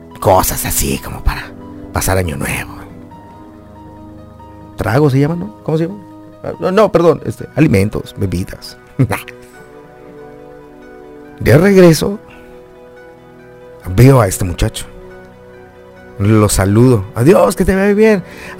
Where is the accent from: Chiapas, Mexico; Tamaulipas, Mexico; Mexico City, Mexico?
Chiapas, Mexico; born there; also born or lived in Huixtla / Tapachula; now in Tuxtla Gutiérrez, Mexico; La última vez que me vine de Tapachula para Tuxtla, que fue en el año 2007, aquí estudié la prepa. Pero la universidad la estudié allá, en Tapachula. Y en Huixtla, mi secundaria.